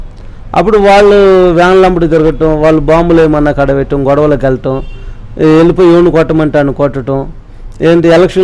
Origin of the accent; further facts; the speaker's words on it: Reddipuralu, Andhra Pradesh, India; ట్రాక్టర్లో పొన్నూరు నుంచి 2 కిలోమీటర్లు 4 మా ఊరు రెడ్డిపురాలు